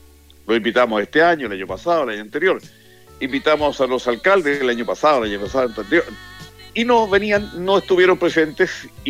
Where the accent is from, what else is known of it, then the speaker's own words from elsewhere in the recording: Melipilla, Santiago Metropolitan Region, Chile; born there; moved away; also born or lived in San Antonio / Valparaíso; Yo melipillano.